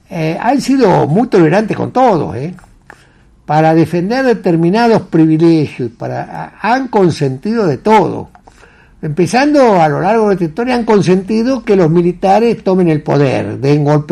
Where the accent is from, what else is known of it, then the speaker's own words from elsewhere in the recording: Sunchales, Santa Fe, Argentina; moved away; cuando vivía en Sunchales, yo iba a la escuela donde éramos muy felices, con las maestras, con los chicos, donde aprendíamos el oficio de vivir. Iba a la escuela pública. Había 3 escuelas públicas en mi pueblo.